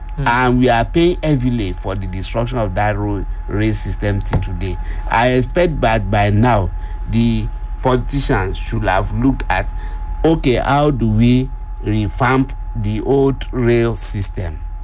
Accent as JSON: {"language": "English", "country": "Nigeria", "said": "as a Nigerian"}